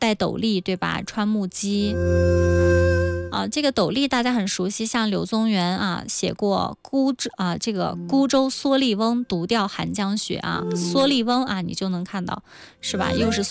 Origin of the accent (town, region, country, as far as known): China